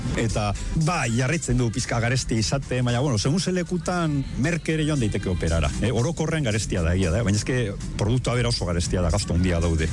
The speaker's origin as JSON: {"language": "Basque", "town": "Basauri", "region": "Basque Country", "country": "Spain", "also_born_or_lived": "Vitoria-Gasteiz", "moved": "yes", "lives_now": "Arbizu, Spain", "said": "Ni izater Basaurikoa naiz, herri industrial nahiko handia, Gasteizen bizi izan nintzen beste hainbat urtetan, eta ja badara matzat urte batzuk Arbizun herri txiki euskaldun lasai baten bizitzen, ba, eta oso oso gustora bizi naiz hor."}